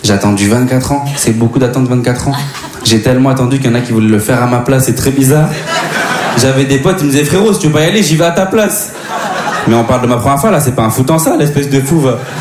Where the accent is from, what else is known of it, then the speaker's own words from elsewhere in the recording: DR Congo; Eh, hey, moi, je suis congolais, hein. On aime les femmes, mais on préfère les vêtements.